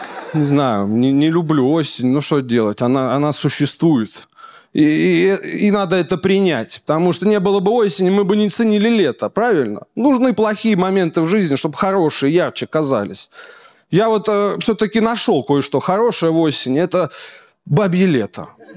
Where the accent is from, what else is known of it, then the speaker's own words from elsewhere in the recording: Kursk, Kursk Oblast, Russia; А я из Курска переезжал, мне так нравилось метро. Я туда заходил, такой, ого, тут у людей куртки разные.